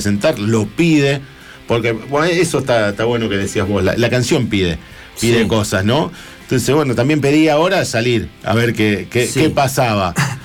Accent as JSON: {"language": "Spanish", "town": "Villa Gobernador Gálvez", "region": "Santa Fe", "country": "Argentina", "moved": "yes", "lives_now": "Rosario, Argentina", "said": "Somos una linda mezcla acá en Rosario. Bueno, yo ya soy más rosarino que... Yo estoy de Gálvez, ¿no? Villa Gobernador Gálvez."}